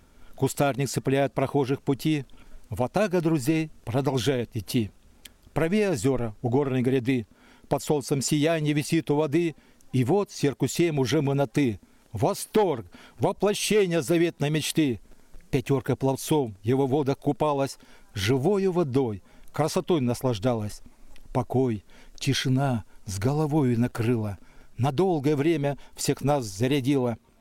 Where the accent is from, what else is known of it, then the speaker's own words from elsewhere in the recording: Krasnozatonsky, Komi Republic, Russia; moved away as an adult; also born or lived in Syktyvkar; now in Dozhdy, Russia; Я родился в Затоне, поселок Краснозатонский. Там я родился, там и жил. Жил в Сыктывкаре